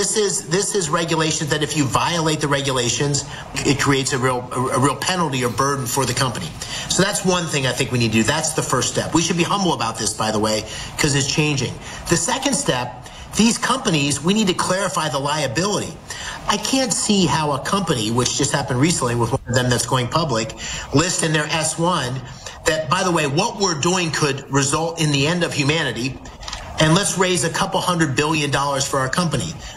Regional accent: Pennsylvania, United States; No senator is going to go to Columbia County, where I grew up in Pennsylvania, and tell people to have a data center.

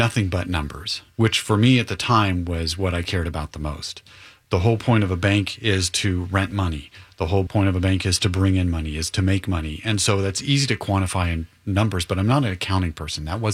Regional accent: Downey, California, United States; I grew up in Downey here in Southern California.

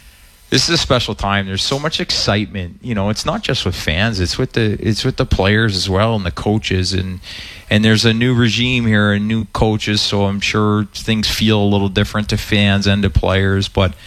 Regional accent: Ontario, Canada; moved away as an adult; now in United States; I am proudly now a dual citizen, but yes, I grew up in Southern Ontario.

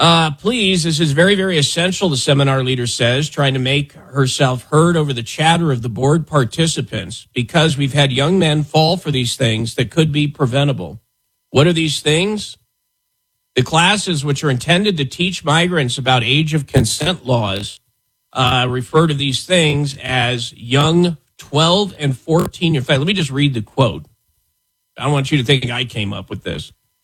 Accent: Wyoming, United States; I grew up in Wyoming, even though we didn't raise sheep.

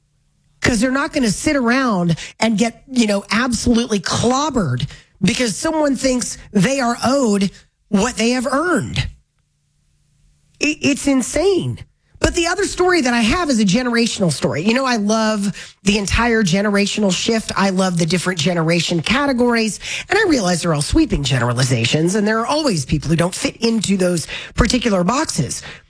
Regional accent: United States; And maybe it's just because I am a hardwired American.

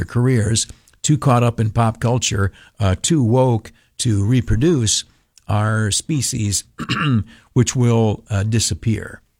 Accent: New York, United States; Like many families, particularly in upstate New York, ours is all moved away. I've had cousins I grew up with in the Southern Tier.

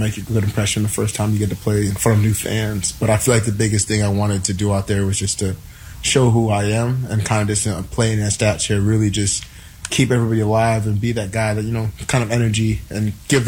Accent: Minnesota, United States; being from Minnesota in my hometown, you know, I wanted to go back and give them a chance to see that it is possible. A kid from Minnesota made his dreams come true and made it to the NFL.

